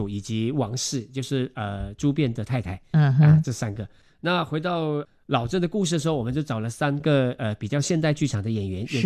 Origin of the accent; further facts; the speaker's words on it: Malaysia; now in Taiwan; 我是马来西亚人